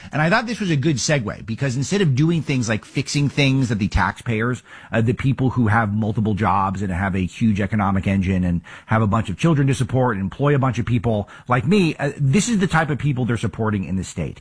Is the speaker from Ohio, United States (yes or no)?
no; Los Angeles, California, United States; born there; And I was born in Los Angeles, and I've lived here, I think, 32 of the 40 years I've been on this earth, and at least part-time, but at least part of the year.